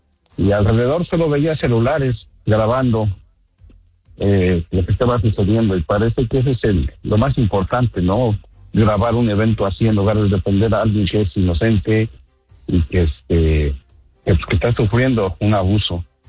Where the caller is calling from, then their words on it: Vero Beach, Florida, United States; Buenos días, Andreina, de aquí de la Florida, exactamente de Vero